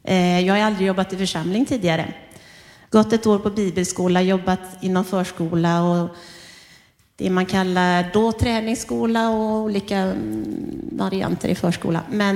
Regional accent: Västra Götaland County, Sweden; moved away as an adult; Jag är uppvuxen på Körn i en liten församling som var en utbåtsförsamling till mina församling i Göteborg.

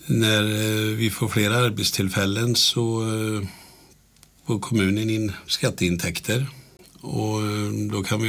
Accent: Vimmerby, Kalmar County, Sweden; Ja, det, jag kommer ju, jag är ju född och uppvuxen i Vimmerby.

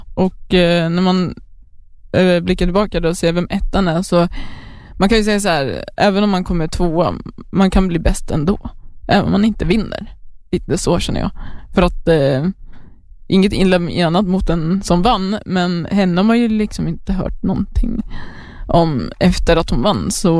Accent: Eskilstuna, Södermanland, Sweden; jag är från Eskilstuna.

